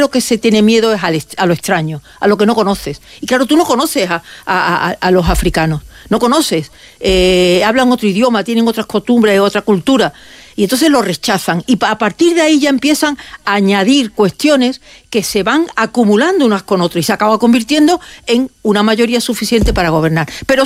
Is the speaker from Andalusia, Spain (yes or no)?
yes; Andalusia, Spain; Porque había que trabajar, había que comer. Andaluces, de mi tierra.